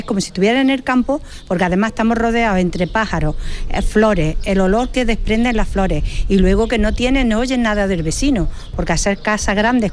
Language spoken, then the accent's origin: Spanish; Córdoba, Andalusia, Spain; mi calle está un poco apartada. Nosotros somos del Alcázar Viejo, que todo el mundo lo conoce por San Basilio